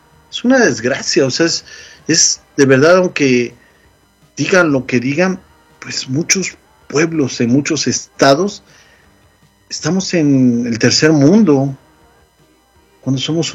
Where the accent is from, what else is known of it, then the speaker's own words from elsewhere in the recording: Morelos, Mexico; yo soy de Morelos, ¿no?